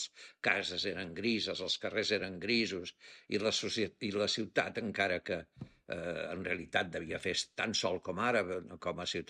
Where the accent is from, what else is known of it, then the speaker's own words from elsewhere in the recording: Barcelona, Catalonia, Spain; El meu barri era d'aquells que quan ens anàvem al centre dèiem anem a Barcelona, eh? Perquè al principi allò era com les afores.